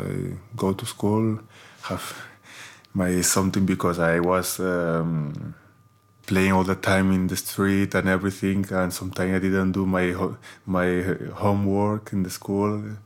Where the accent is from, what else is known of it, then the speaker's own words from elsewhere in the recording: Santa Coloma de Farners, Catalonia, Spain; English is a second language; But I started in my hometown, in Centre de Sport Farnés. And after that I do my next step to my neighbor town called Riu de Arenas.